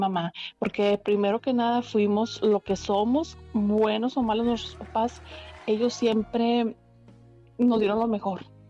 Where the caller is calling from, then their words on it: Nueva Rosita, Coahuila, Mexico; Desde Nueva Rosita, Coahuila